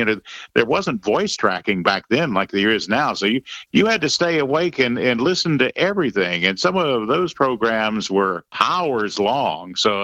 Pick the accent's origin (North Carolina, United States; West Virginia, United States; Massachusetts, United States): North Carolina, United States; Durham; Yes, I'm originally from Durham. I've never really strayed very far from home, just all in the Triangle, Raleigh-Durham area of North Carolina.